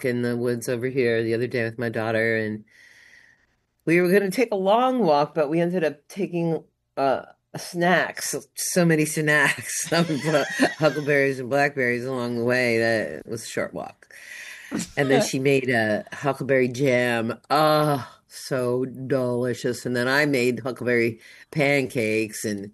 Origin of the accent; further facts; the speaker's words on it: Long Island, New York, United States; moved away; we're both from Long Island